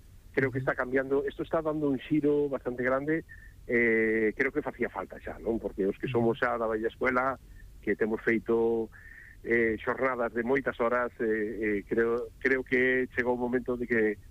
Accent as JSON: {"language": "Galician", "town": "Cambados", "region": "Galicia", "country": "Spain", "said": "eu son de Cambados, ainda que non suelo decir porque non me gusta presumir, pero son de Cambados, e como vou cambadés, esa vieira ao forno tradicional"}